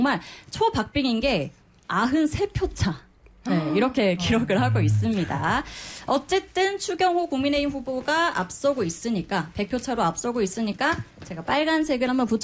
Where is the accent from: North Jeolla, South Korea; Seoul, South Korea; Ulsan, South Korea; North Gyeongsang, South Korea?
North Jeolla, South Korea; 사실 제가 네, 전라북도 출신입니다.